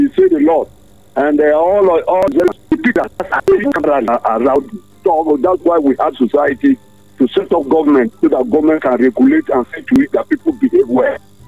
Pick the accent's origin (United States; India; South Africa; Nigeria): Nigeria; Jos, Plateau; born there; I was born in Jos.